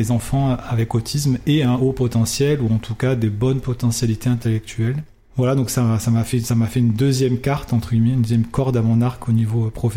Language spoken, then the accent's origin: French; Montpellier, Occitanie, France; Je suis de Montpellier